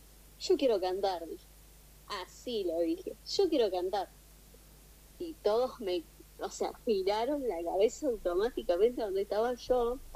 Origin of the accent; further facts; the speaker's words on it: José C. Paz, Buenos Aires Province, Argentina; yo soy de Buenos Aires, la localidad de José C. Paz.